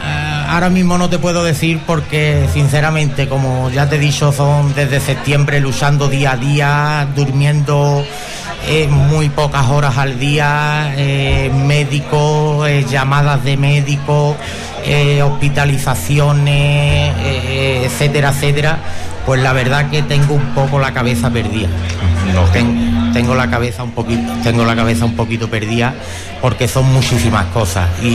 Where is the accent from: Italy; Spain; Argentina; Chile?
Spain; Carmona, Andalusia; now in Lora del Río, Spain; Ya no es en Lora del Río, porque es verdad que yo vivo en Lora del Río, pero no soy de Lora del Río, yo soy natal de Carmona.